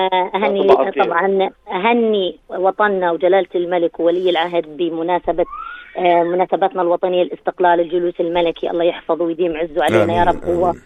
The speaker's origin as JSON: {"language": "Arabic", "country": "Jordan", "said": "إحنا كوزارة التربية والتعليم وبناء على توجيهات معالي وزير التربية والتعليم وإحنا كمواطن أردني حريصين على كل إشي خص طلابنا."}